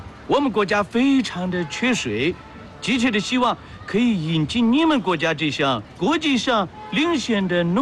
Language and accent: Chinese; Kazakhstan; Chinese is a second language; 啊，我是你们的朋友。哈萨克斯坦